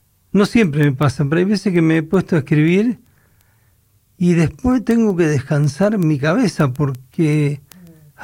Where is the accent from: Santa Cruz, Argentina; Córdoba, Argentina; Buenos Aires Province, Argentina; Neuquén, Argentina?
Santa Cruz, Argentina; Caleta Olivia; also born or lived in Comodoro Rivadavia, Argentina / Pico Truncado, Argentina; Nací en Comodoro y me crié en Caleta. Y Truncado porque trabajé varios años ahí, así que tengo parte de mi corazón también en ese lugar.